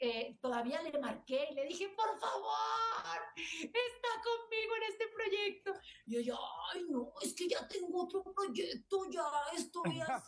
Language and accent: Spanish; Venezuela; now in Mexico; tener la nacionalidad de mis amores, que es Venezuela, y la nacionalidad que hoy por hoy me ha dado tanto, que es México